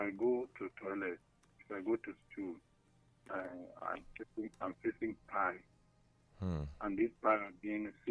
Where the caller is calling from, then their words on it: Cross River, Nigeria; I'm calling from Cross River State.